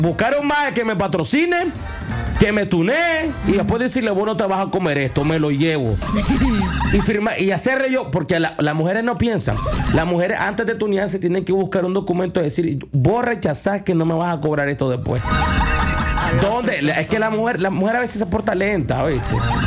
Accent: Managua, Nicaragua; Soy acá de Managua.

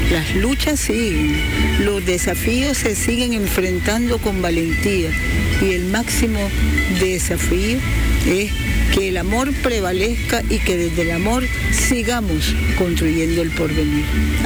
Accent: Nicaragua; Y para nosotros, pueblo luchador, pueblo de Sandino, pueblo de Darío, pueblo de Celedón, pueblo de Rigoberto, pueblo nicaragüense

